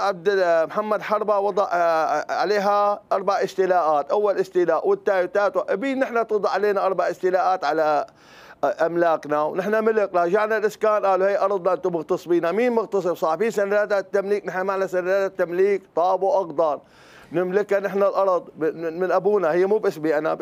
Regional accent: Syria; كل سورية أرضي

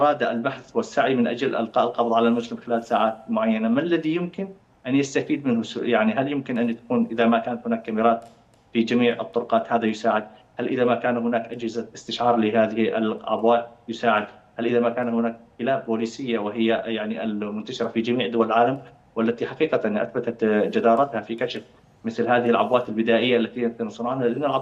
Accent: Syria; اليوم أنا سوري أعيش في وطن في بلدي سوريا

